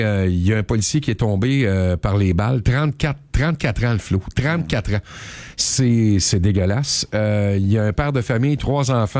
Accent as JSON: {"language": "French", "region": "Quebec", "country": "Canada", "said": "Puis c'est chez nous au Québec"}